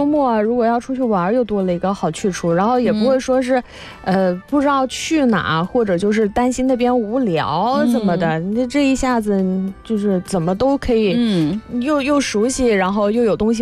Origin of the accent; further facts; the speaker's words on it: Guangzhou, Guangdong, China; 我们广州人